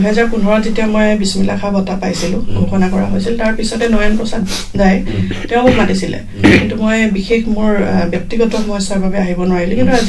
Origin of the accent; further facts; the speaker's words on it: Guwahati, Assam, India; মোৰ জন্ম গুৱাহাটীতে, মই ইয়াতে পঢ়া শুনা কৰিছোঁ।